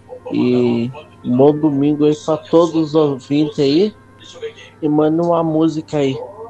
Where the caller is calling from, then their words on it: Brazil; Jardim Alvorada.